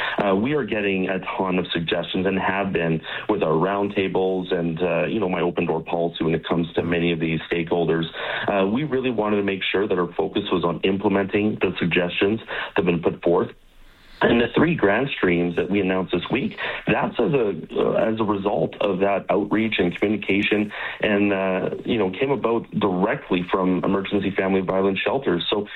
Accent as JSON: {"language": "English", "region": "Saskatchewan", "country": "Canada", "tie": "born or raised there", "moved": "yes", "lives_now": "Alberta, Canada", "said": "I grew up in another part of Canada. I grew up in Saskatchewan. I remember coming to Alberta in the late 90s with my family"}